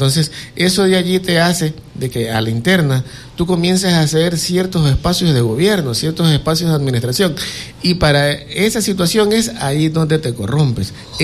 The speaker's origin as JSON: {"language": "Spanish", "town": "Quevedo", "region": "Los Ríos", "country": "Ecuador", "tie": "born or raised there", "said": "Nosotros que nacimos, hemos crecido aquí en Quevedo y nos hemos desarrollado profesionalmente aquí en Quevedo"}